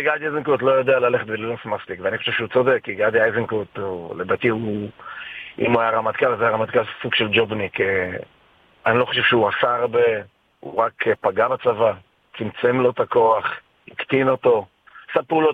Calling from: Nahariya, Northern District, Israel; אני אגב מנהריה, אני תושב הצפון

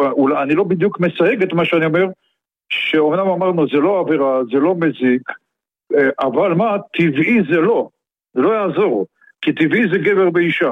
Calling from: Petah Tikva, Central District, Israel; אני מפתח תקווה.

